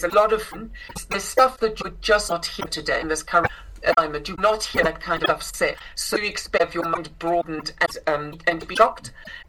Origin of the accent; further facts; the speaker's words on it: Dublin, Leinster, Ireland; I'm also. I'm Southern Irish.